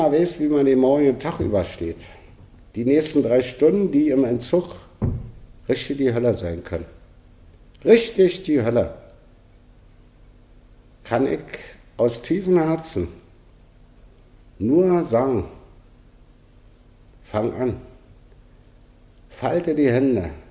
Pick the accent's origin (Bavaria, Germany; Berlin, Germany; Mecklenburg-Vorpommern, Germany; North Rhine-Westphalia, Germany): Berlin, Germany; Als Berliner, und da ist kein falscher Stolz, 3 Generationen, das ist schon eine ganze Menge, habe ich, obwohl ich wohnungslos war, meinen Kiez frequentiert, wo ich geboren bin, nämlich in Lichtenberg.